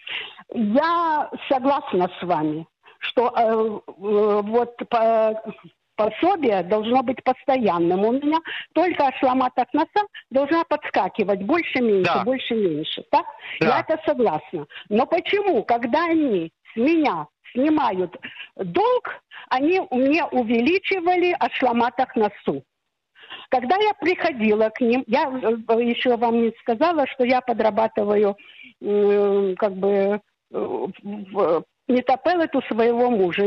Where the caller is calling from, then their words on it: Kiryat Gat, Southern District, Israel; я звоню с Кириат-Гата. Мне 80 лет.